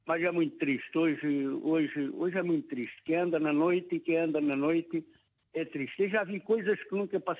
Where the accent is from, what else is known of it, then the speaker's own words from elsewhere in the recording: Faro, Algarve, Portugal; born there; also born or lived in Saboia, Alentejo; now in Loulé, Portugal; Mas vim muito novo para aqui. Eu vim morar para Faro e fiz a minha escola quase toda em Faro.